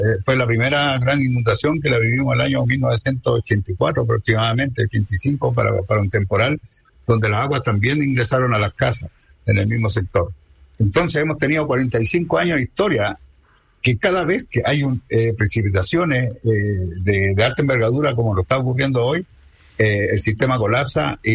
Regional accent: Antofagasta, Chile; yo soy de Antofagasta, el sentido común me hizo venir hacia Ovalle porque venía un cierto mal tiempo, estaba mi papá, tenía que ayudar a mi hermano

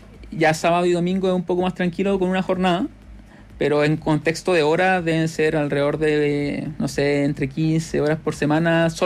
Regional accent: Chile; ya a nivel como seleccionado chileno

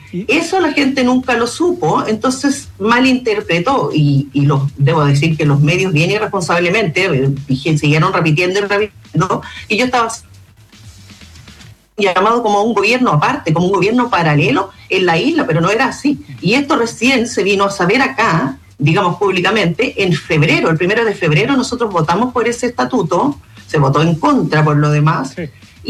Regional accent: Valparaíso, Chile

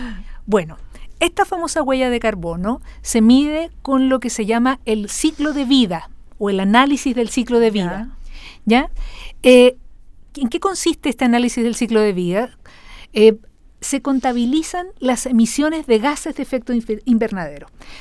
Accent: Chile

